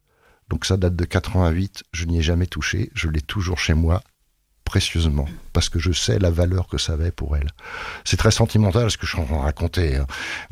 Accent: France; regardez chez nous en France

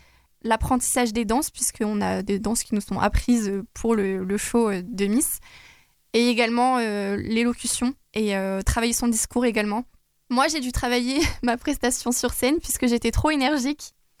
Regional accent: Loos, Hauts-de-France, France; dans ma ville natale, puisque j'ai beaucoup vécu, enfin, j'ai vécu presque toute mon enfance à Loos, à côté de Lille.

